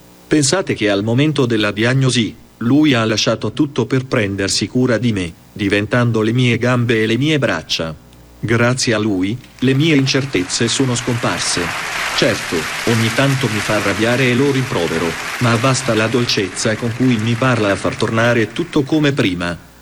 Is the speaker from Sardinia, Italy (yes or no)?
yes; Sardinia, Italy; born there; ho 22 anni, sono nato in Sardegna